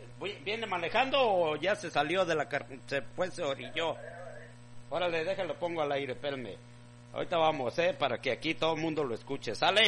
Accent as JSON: {"language": "Spanish", "region": "Guanajuato", "country": "Mexico", "also_born_or_lived": "Mexico City", "accent": "chilango", "moved": "yes", "said": "Yo soy de Guanajuato."}